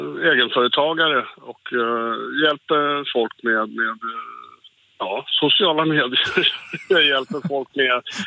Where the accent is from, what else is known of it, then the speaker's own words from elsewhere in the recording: Stockholm, Stockholm County, Sweden; now in Västervik, Sweden; Jag är själv från Stockholm.